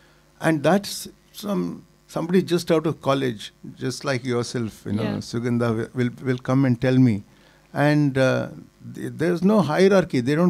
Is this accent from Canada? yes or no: no; South India, India; because I'm South Indian, and you know, if somebody touches the feet, you feel uncomfortable.